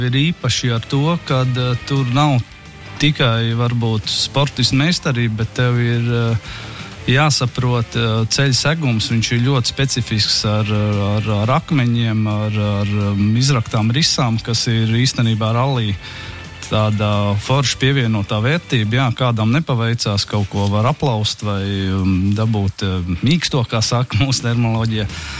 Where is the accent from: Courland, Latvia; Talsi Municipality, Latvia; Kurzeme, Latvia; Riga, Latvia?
Talsi Municipality, Latvia; Talsi; atrādīja mums talsiniekiem pasaules līmeņa tehniku